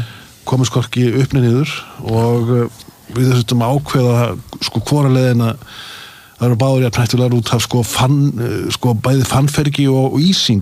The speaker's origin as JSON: {"language": "Icelandic", "town": "Akureyri", "region": "Northeastern Region", "country": "Iceland", "tie": "born or raised there", "said": "En sko að alast upp á Akureyri þessum tíma í öllum þessum snjóalögum var alveg gríðalegt ævintýri."}